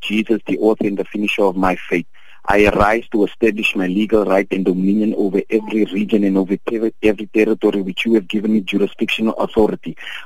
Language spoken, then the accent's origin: English; Johannesburg, Gauteng, South Africa; now in Oudtshoorn, South Africa; I'm originally from Johannesburg, but by the grace of God, I got relocated to Oudtshoorn. I've been here for about 10 years now.